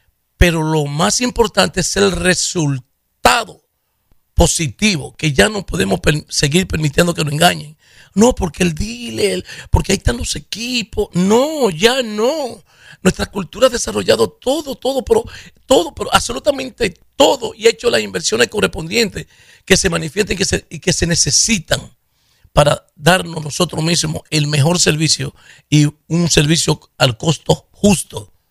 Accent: Puerto Rico; Somos boricuas, ¿ok?

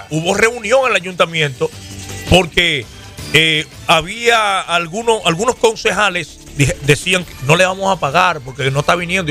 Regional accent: Dominican Republic; moved away; Somos dominicanos

